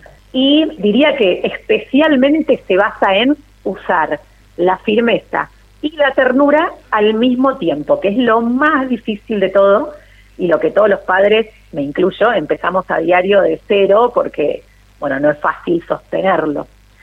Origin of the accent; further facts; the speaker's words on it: Buenos Aires, Argentina; yo soy de Capital Federal, de Buenos Aires, vivo acá en el centro con mi marido